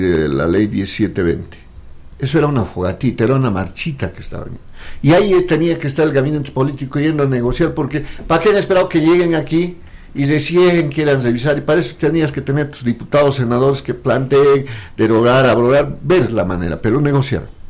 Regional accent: Bolivia; los que lo vamos a pagar somos los bolivianos.

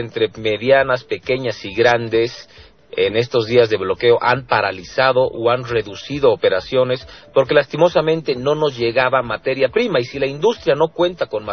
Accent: Bolivia

